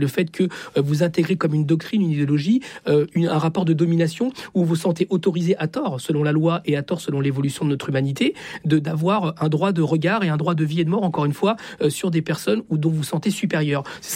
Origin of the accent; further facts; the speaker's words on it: Chile; now in France; Je viens du Chili, je suis fils d'exilés politiques, je suis en France parce que l'extrême droite a pris le pouvoir de la pire des manières.